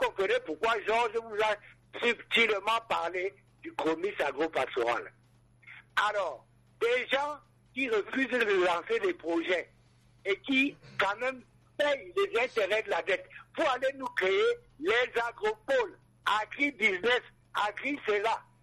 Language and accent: French; Cameroon